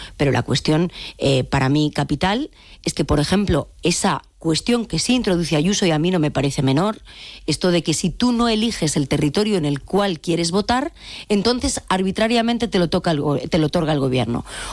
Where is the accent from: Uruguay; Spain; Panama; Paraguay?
Spain; Galicia; ¿Por qué yo como gallega no puedo votar en unas elecciones municipales y autonómicas en Galicia